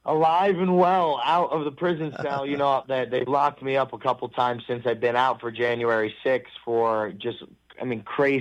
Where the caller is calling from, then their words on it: Los Angeles, California, United States; In Los Angeles right now.